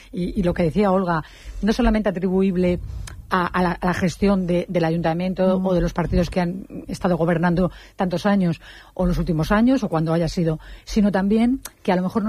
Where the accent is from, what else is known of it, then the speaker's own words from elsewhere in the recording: Baiona, Galicia, Spain; moved away as an adult; now in Castro Urdiales, Spain; Yo, sabes que soy de Bayona, de Galicia, y cuando yo tenía 12 años se inauguró allí un centro, un auditorio, que lo recuerdo muchísimo, y a ver, tengo 62